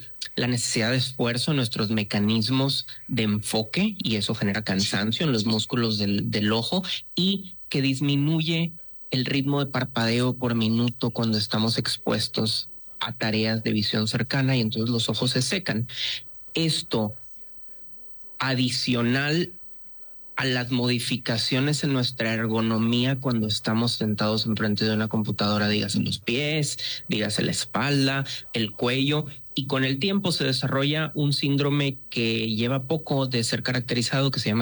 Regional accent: Reynosa, Tamaulipas, Mexico; No, soy de Reynosa, Tamaulipas.

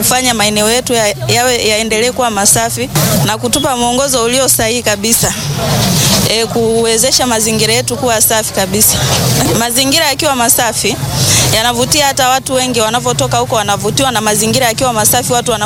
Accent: Ilemela, Mwanza, Tanzania; natokea Mwanza Ilemela.

